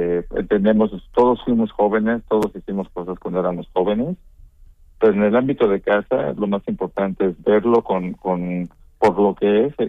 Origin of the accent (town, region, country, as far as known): Mexico; born or raised there